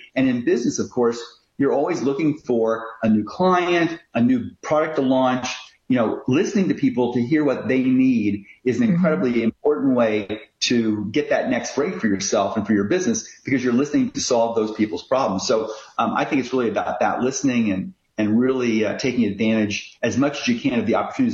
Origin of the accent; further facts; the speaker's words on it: Indiana, United States; Yeah, I grew up in southern Indiana in a very small town of about 100 people.